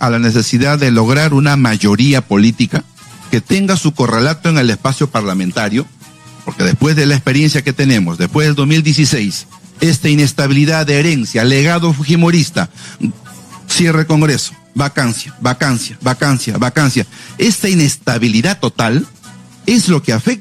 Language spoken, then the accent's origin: Spanish; Peru; nosotros pues tenemos una gran ventaja como peruanos